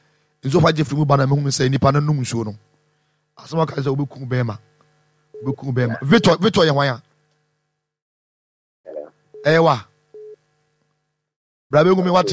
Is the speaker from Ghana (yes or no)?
yes; Ghana; I'm also from Ghana.